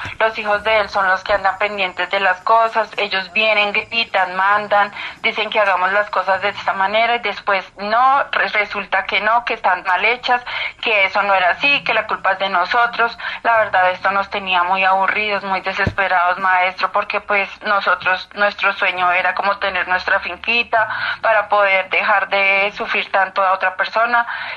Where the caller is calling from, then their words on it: Corrales, Boyacá, Colombia; Lo llamo desde Corrales, Boyacá.